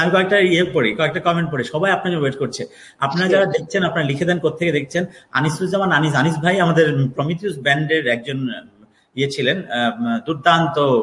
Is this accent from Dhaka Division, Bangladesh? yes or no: yes; Narsingdi, Dhaka Division, Bangladesh; নরসিংদী আমার দেশের বাড়ি গ্রামের বাড়ি